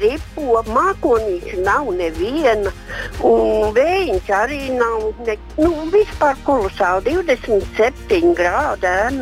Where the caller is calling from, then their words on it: Grobiņa, South Kurzeme Municipality, Latvia; Grobiņš puši